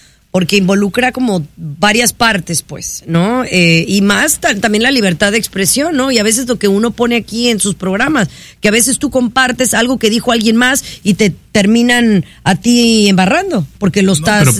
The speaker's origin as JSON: {"language": "Spanish", "country": "Mexico", "said": "Hay que respetar también, pero también uno como mexicano también hay que bajarle dos rayitas."}